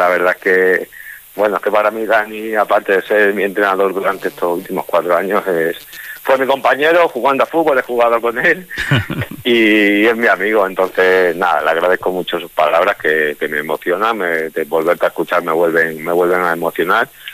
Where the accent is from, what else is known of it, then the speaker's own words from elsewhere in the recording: Jaraíz de la Vera, Extremadura, Spain; Jaraíz, bueno, es el equipo de mi pueblo